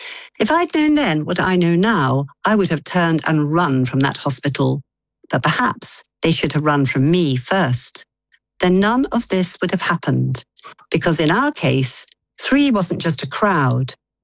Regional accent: London, United Kingdom; also born or lived in Buckinghamshire; now in Devon, United Kingdom; Well, I did grow up in London. I grew up in Northwest London. And then I moved out to Buckinghamshire and then I came down to Devon.

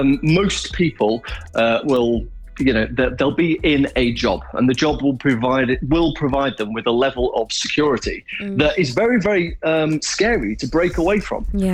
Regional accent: Sheffield, Yorkshire and the Humber, United Kingdom; I am from Sheffield.

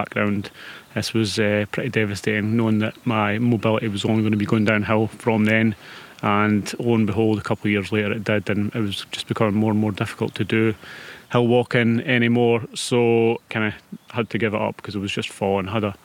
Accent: Blairgowrie, Scotland, United Kingdom; I'm from Blairgowrie.

